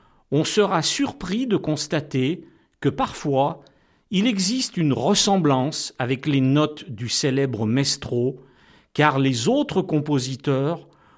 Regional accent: France; en tant que Français

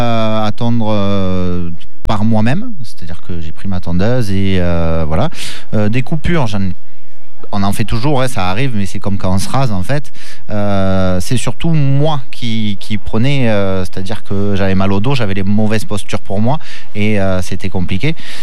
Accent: Saint-Martin-de-Crau, Provence-Alpes-Côte d'Azur, France; Alors, moi, je suis de Saint-Martin-de-Croix

